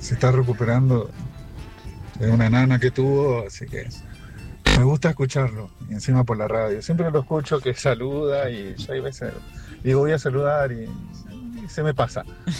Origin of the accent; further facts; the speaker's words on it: Laguna Blanca, Formosa, Argentina; born there; now in Buenos Aires, Argentina; yo soy de Laguna, unos kilómetros también, pero soy formoseño igual que él.